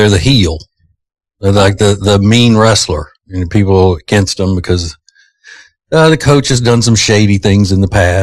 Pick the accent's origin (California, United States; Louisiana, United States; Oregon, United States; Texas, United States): Louisiana, United States; I'm from Louisiana.